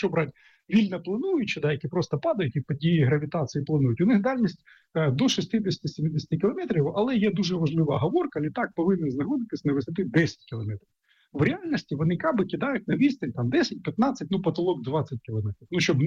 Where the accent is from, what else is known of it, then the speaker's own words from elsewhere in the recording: Sumy, Sumy Oblast, Ukraine; прикордонні міста, такі як моє рідне місто Суми